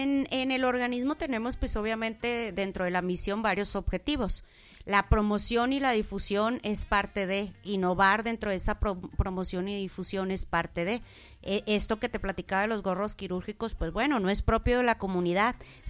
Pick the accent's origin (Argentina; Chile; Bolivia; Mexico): Mexico; Camargo; como capitalinos, bueno, voy a hablar, yo vivo aquí, pero soy de Camargo